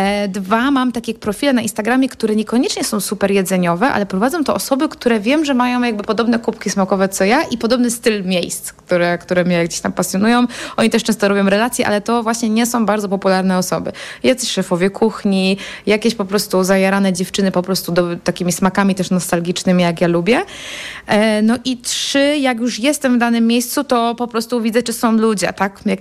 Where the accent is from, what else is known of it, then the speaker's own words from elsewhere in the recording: Leszno, Greater Poland Voivodeship, Poland; Ja jestem z Leszna na przykład, no to bardzo mnie pasjonuje.